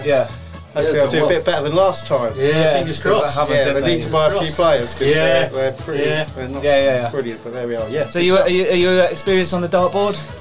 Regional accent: Ipswich, East of England, United Kingdom; moved away; I'm actually from Suffolk, Ipswich.

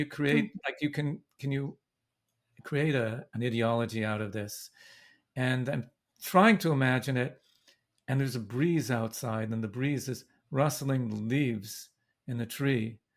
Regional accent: Vancouver, British Columbia, Canada; So, yes, I was born in Vancouver. My mother came there from Bangalore. Her family had gone to India from Baghdad when the British left

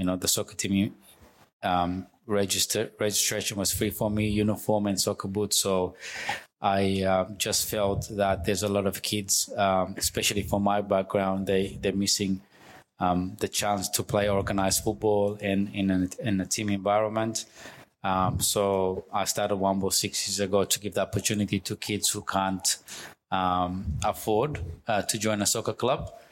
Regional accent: Ethiopia; now in Australia; I was born in Ethiopia

